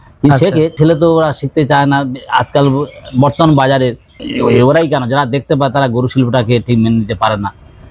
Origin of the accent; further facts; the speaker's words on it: West Bengal, India; বাড়ি মোতাপুর এলাকায়।